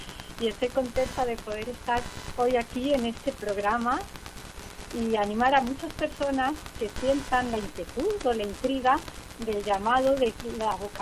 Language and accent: Spanish; Cusco, Peru; born there; tengo 29 años, nací en Cusco, Perú, aunque soy de familia argentina, pero mis papás son misioneros y se fueron a ayudar allí a Cusco, a las misiones, y bueno, yo nací allí.